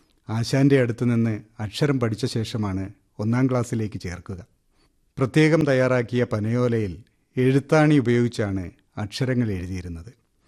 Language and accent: Malayalam; Punakkannur, Kerala, India; കൊല്ലം ജില്ലയിലെ പുനക്കന്നൂർ എന്ന ഗ്രാമത്തിലാണ് ഞാൻ ജനിച്ചത്.